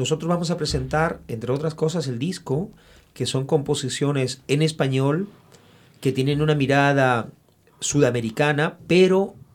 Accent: Arequipa, Peru; German is a second language; moved away; Yo vengo del sur del Perú. Ich komme aus Arequipa, im Sud, in Perú.

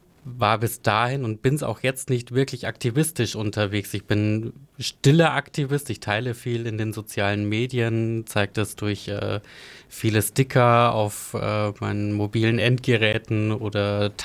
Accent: Bavaria, Germany; moved away as an adult; also born or lived in Nuremberg; Also ich bin 30 Jahre alt, ich bin in Oberfranken aufgewachsen, bin ein Einzelkind einer Arbeiterfamilie.

